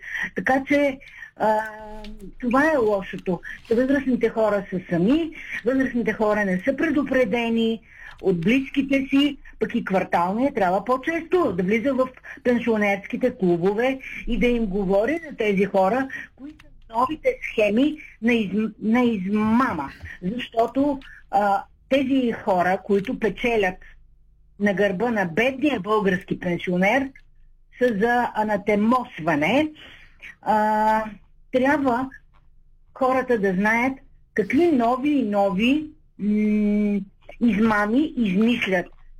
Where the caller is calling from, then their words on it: Shumen, Shumen Province, Bulgaria; съм от Шумен.